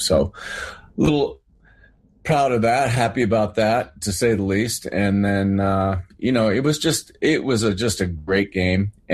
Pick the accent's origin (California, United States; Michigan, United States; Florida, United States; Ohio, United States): California, United States; I grew up in Central California